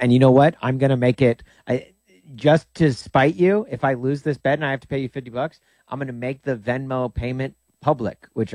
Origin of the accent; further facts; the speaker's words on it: Chicago, Illinois, United States; I'm coming from Chicago, so we don't put ketchup on our hot dog, just mustard.